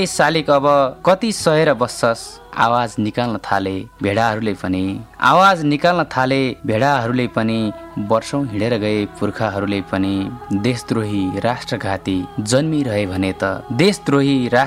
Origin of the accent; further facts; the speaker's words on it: Achham, Sudurpashchim Province, Nepal; मेरो घर अछाम हो, धेरै मिथकमा बाँचेका छु, कर्णाली प्रदेशका मान्छेहरू